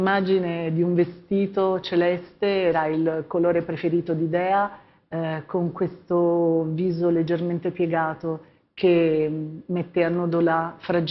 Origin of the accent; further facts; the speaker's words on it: Basilicata, Italy; della mia terra, della Basilicata